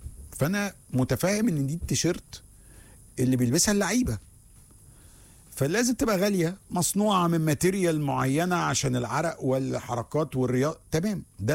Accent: Egypt; انا هشتريها غالية يا باشا انا مصري وزي الفل، مش عايش هنا اصلا، انا عايش في مصر

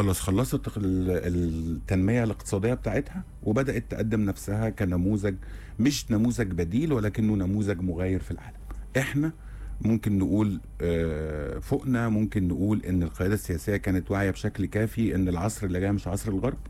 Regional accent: Egypt; إن احنا مصريين

